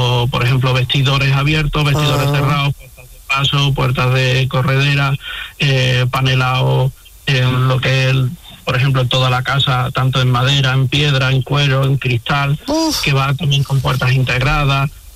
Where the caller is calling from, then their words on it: Loja, Andalusia, Spain; Estoy en Loja, Granada.